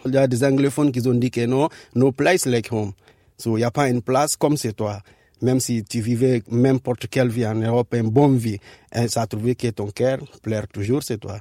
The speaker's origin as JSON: {"language": "French", "country": "Guinea", "moved": "as an adult", "said": "Je viens de Guinée-Conakry."}